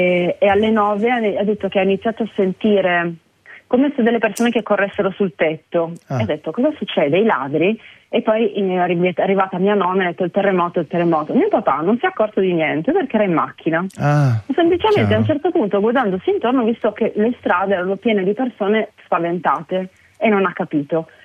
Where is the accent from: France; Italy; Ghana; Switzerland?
Italy; Villesse, Friuli-Venezia Giulia; born there; Sì, esatto, sono nata a Villesse.